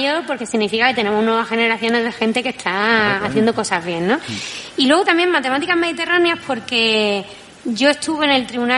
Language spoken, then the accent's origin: Spanish; Málaga, Andalusia, Spain; now in Valencia, Spain; Yo soy malagueña, estoy en Valencia.